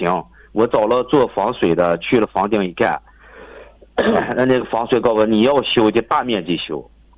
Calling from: Baotou, Inner Mongolia, China; 我是来自包头的，包头这个万全家乐的住户。

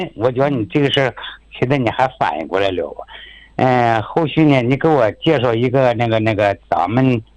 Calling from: Chifeng, Inner Mongolia, China; 我是 赤峰市奥汉旗新会镇，新地村小横道的组。

